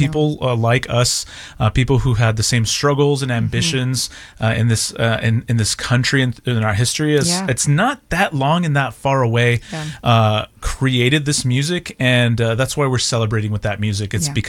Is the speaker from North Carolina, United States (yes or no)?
no; Texas, United States; I'm from South Texas.